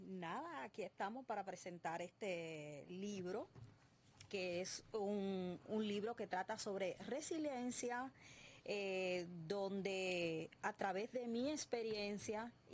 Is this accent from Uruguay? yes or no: no; Dominican Republic; born there; moved away; yo nací en la República Dominicana, okay, soy dominicana, llevo aquí más de 3 décadas. Llevo más de 3 décadas acá, quiere decir que soy dominicana, pero un poquito de acá también